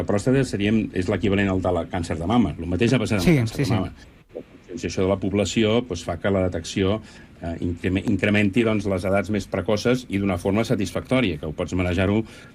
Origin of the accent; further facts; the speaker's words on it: Sabadell, Catalonia, Spain; jo sóc sóc de Sabadell, de Barcelona, català, i a veure, jo... És el meu país, és on m'he creat